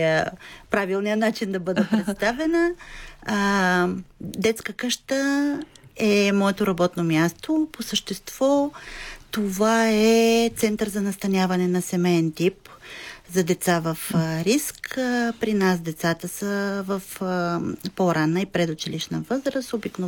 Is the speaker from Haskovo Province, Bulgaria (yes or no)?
no; Burgas, Burgas Province, Bulgaria; moved away as an adult; now in Sofia, Bulgaria; аз съм от Бургас. Дойдох в София специално за да работя като социален работник